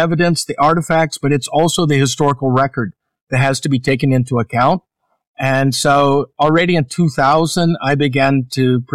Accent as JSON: {"language": "English", "region": "Oklahoma", "country": "United States", "tie": "born or raised there", "said": "And I grew up in Oklahoma"}